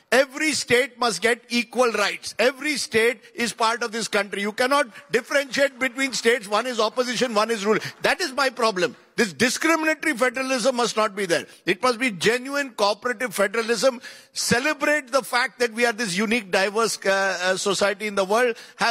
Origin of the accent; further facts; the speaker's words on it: Mumbai, Maharashtra, India; also born or lived in Ahmedabad; I am just happy to be an Indian. I was born in Ahmedabad, where I never thought that Gujarat would become the political center of gravity of the country at the time. I grew up in Mumbai and it still remains my favorite city.